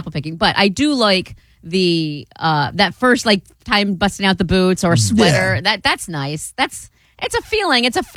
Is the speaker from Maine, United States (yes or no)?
no; Iowa, United States; Oh, I am. I am from Iowa. I'm definitely outdoorsy.